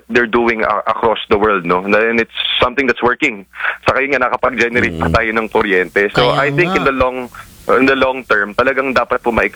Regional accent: Cagayan Valley, Philippines; sa amin sa Cagayan Valley

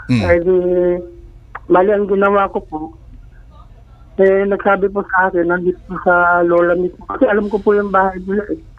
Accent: Central Luzon, Philippines

